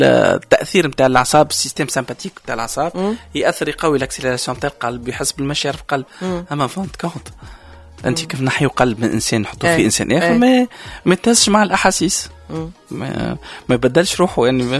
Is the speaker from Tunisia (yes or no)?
yes; Tunisia; نحن التماسك الاسري مازال عندنا في تونس